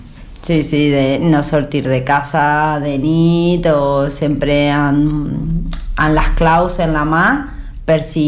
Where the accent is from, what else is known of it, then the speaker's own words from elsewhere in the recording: Argentina; moved away; jo, que sóc argentina